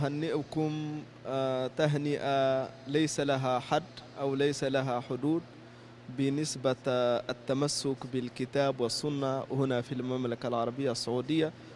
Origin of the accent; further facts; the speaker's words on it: Niger; Arabic is a second language; والله أنا جئت من النيجر، هذا هو شغلي، أدرس القرآن في النيجر وعندي مركز لتحفيظ القرآن الكريم في دولة النيجر.